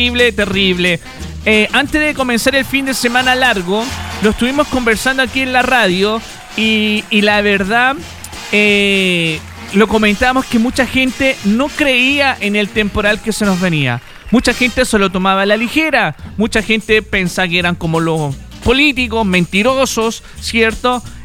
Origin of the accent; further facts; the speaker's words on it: Chile; lo porfiado que somos los chilenos